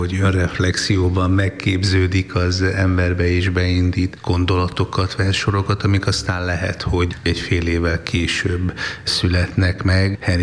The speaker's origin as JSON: {"language": "Hungarian", "town": "Szolnok", "region": "Jász-Nagykun-Szolnok", "country": "Hungary", "said": "én szolnoki vagyok"}